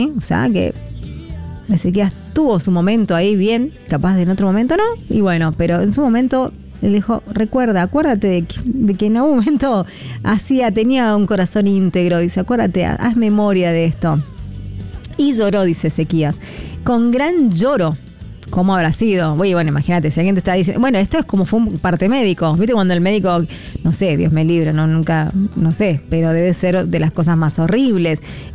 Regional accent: Argentina

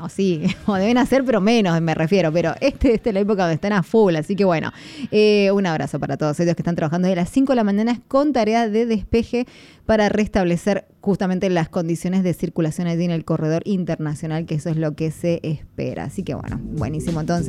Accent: Mendoza, Argentina; como mendocinos que somos y anfitriones de esta linda tierra

